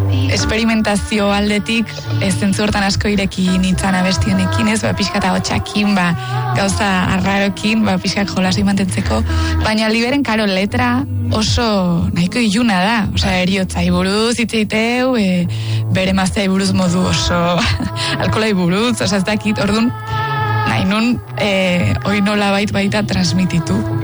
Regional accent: Tolosa, Basque Country, Spain; ni Tolosakoa naiz

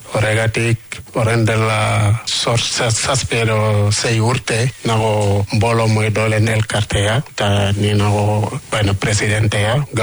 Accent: Senegal; moved away as an adult; now in Basque Country, Spain; nik arantzale izan nintzen Senegalen, 12 urte lan egin nuen itxasoan

